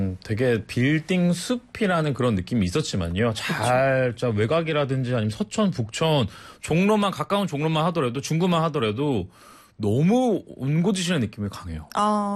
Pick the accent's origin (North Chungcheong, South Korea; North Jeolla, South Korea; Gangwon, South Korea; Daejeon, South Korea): North Chungcheong, South Korea; Ochang; born there; moved away as an adult; also born or lived in Cheongju / Cheonan; now in Seoul, South Korea; 저는 원래 충북 오창에서 태어나서 또 청주랑 천안이랑 계속 왔다 갔다 하다가 20살쯤 해가지고 올라왔죠. 상경했죠.